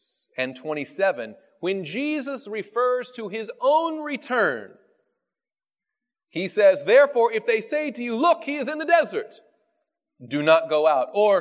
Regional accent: the South, United States; I grew up in the South, and we have a saying that something is fast or as quick as greased lightning.

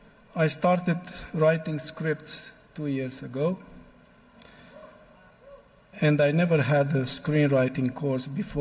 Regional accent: Romania; English is a second language; I'm from Romania. Where is that, right? Then I was raised as an atheist.

